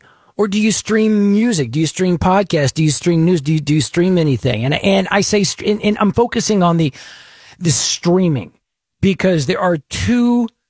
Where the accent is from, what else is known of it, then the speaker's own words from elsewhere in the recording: Dallas, Texas, United States; I'm from Dallas. I've been to Fort Worth, Austin, San Antonio, Houston, everywhere in between.